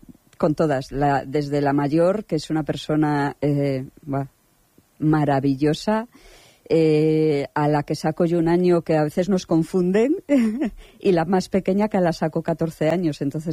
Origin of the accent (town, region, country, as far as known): Torrelavega, Cantabria, Spain; born or raised there